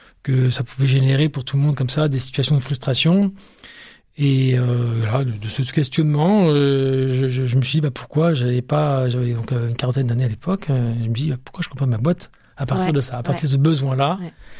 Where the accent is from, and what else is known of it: Aix-en-Provence, Provence-Alpes-Côte d'Azur, France; born or raised there; also born or lived in Lille / Marseille; now in Niort, France